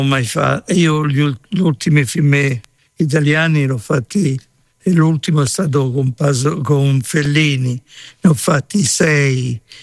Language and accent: Italian; Macerata, Marche, Italy; born there; now in Rome, Italy; io facevo il chierichetto da ragazzino quando stavo a Macerata. Poi quando sono venuto a Roma